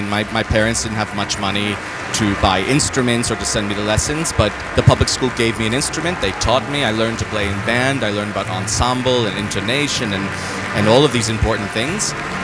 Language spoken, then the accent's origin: English; New York, United States; now in Berlin, Germany; being a New Yorker